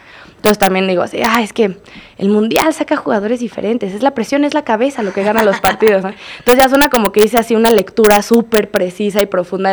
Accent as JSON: {"language": "Spanish", "country": "Mexico", "said": "que somos muy afortunados como mexicanos de recibir a tantos extranjeros"}